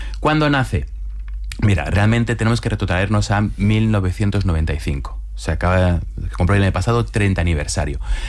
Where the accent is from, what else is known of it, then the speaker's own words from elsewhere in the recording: Spain; Yo soy diplomático español.